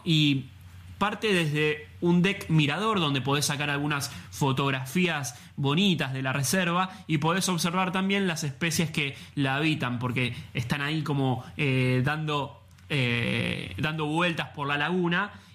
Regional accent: Argentina; nuestra Argentina querida, acá, la tierra del fin del mundo.

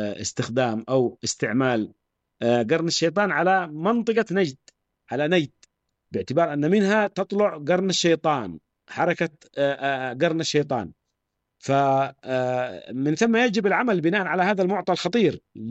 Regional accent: Syria; عندنا في سوريا

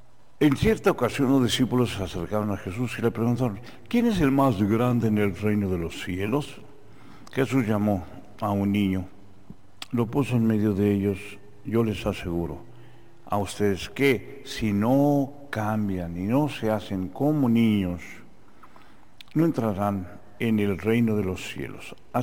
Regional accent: Mexico City, Mexico; born there; por la San Juan de Aragón y Casa Alemán, donde yo nací

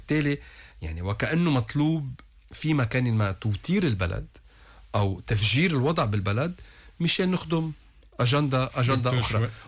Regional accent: Lebanon; نحن بعدنا لهلا كلنا كلبنانيين عم نقول للدوله اللبنانيه نحن بدنا تكوني انت القويه

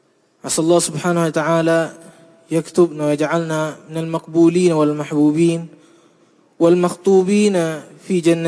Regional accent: Palembang, South Sumatra, Indonesia; Arabic is a second language; أنا أصلا من سومطرة الذي في مدينة فالمبان

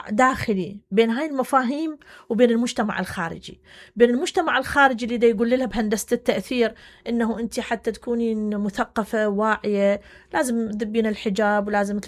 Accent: Iraq; إحنا كمجتمع عراقي

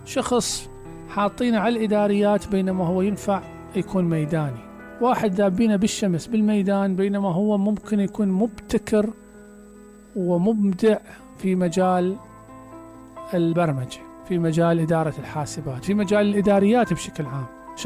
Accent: Basra Governorate, Iraq; عندنا في العراق

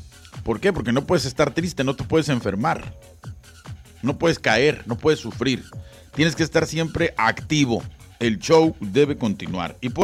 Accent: Guadalajara, Jalisco, Mexico; now in Tijuana, Mexico; Yo soy de Guadalajara, Jalisco, México. Sí, señor. Orgullosamente. Yo no puedo decir que soy de otra parte.

